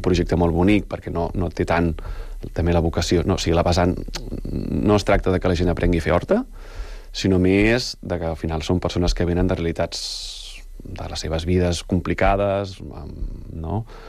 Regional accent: Catalonia, Spain; moved away as an adult; now in Sant Cugat del Vallès, Spain; jo soc del Penedès, en realitat, i porto aquí vora de 20 anys

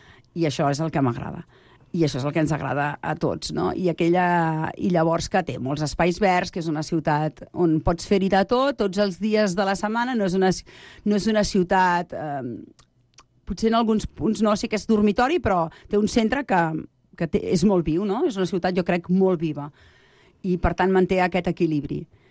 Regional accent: Berga, Catalonia, Spain; also born or lived in Manresa / Sant Vicenç dels Horts; now in Sant Cugat del Vallès, Spain; nosaltres som tots dos de Berga

